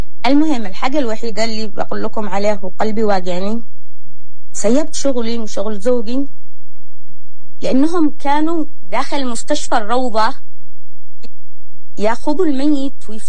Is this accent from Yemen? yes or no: yes; Taiz, Taiz Governorate, Yemen; وأنا من نصف من تعز